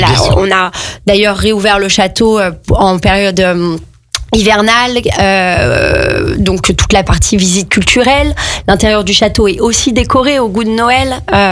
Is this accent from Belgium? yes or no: no; Annecy, Auvergne-Rhône-Alpes, France; je suis native d'Annecy, donc j'habite vraiment pas loin du château.